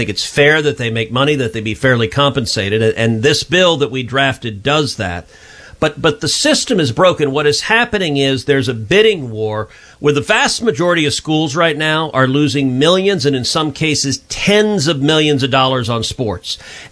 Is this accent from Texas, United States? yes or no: yes; Texas, United States; my home state of Texas.